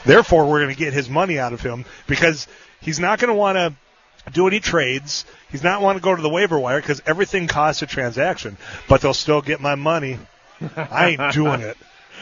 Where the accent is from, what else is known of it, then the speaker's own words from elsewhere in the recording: Leeds, Yorkshire and the Humber, United Kingdom; somebody from my hometown of Leeds who participates